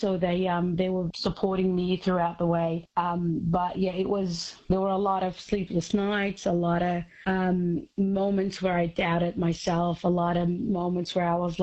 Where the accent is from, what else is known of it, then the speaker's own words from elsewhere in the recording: Syria; also born or lived in Kurdistan; now in Australia; I am originally from Syria. I lived there until 2013 when we had to leave due to the war. And I lived in Kurdistan for 4 years before moving to Australia in 2017.